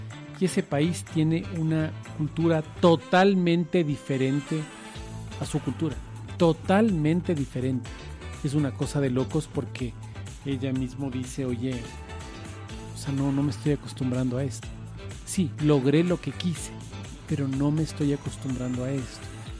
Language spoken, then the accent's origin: Spanish; Ecuador; Así somos los ecuatorianos